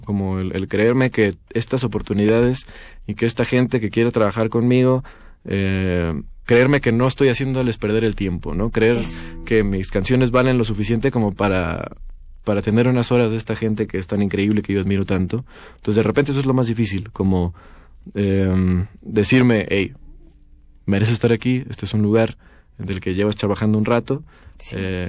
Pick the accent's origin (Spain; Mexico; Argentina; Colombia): Mexico; State of Mexico; born there; now in Mexico City, Mexico; Yo nací en el Estado de México, pero desde siempre estaba enamorado de esta ciudad